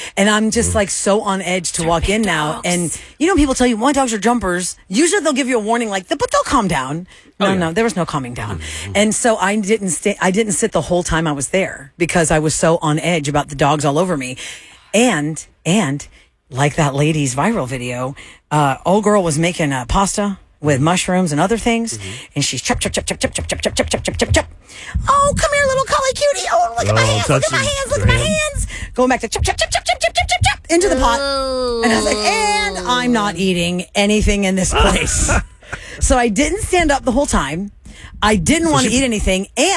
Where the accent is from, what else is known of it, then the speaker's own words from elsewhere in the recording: Texas, United States; And just because she was from Texas and I was from Texas, everyone wanted us to be best friends.